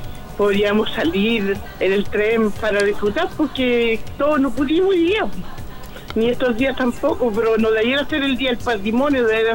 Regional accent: Biobío, Chile; born there; de Rosita O'Higgins, de la calle de Azul, y me recuerdo mucho cuando iba a Dichato cuando niña.

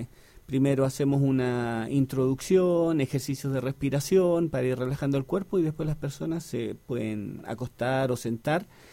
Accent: Santiago, Santiago Metropolitan Region, Chile; born there; moved away as an adult; also born or lived in Cusco, Peru / Panguipulli, Chile; now in Yungay, Chile; Yo nací en Santiago, pero el año 2000 ya me fui de Santiago y empecé a recorrer Chile y otros países. Viví en Cusco, también en Perú.

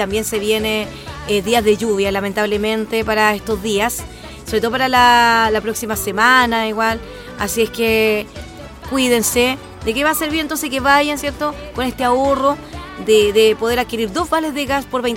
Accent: Chile

